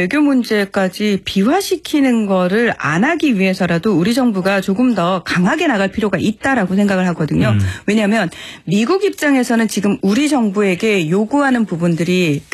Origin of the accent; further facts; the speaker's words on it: South Korea; 한국 사람으로서 기분이 나빴던 게요.